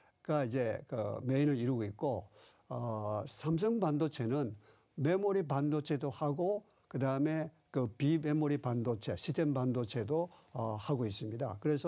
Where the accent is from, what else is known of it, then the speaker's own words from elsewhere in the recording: Daegu, South Korea; moved away as an adult; 저는 그 고향이 대구입니다. 대구에서 고등학교까지 졸업하고 대학을 서울로 진학했습니다.